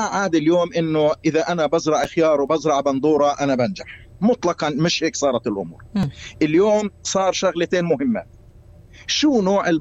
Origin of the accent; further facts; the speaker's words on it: West Bank, Palestine; عندنا في الضفة الغربية أو في فلسطين أو في غزة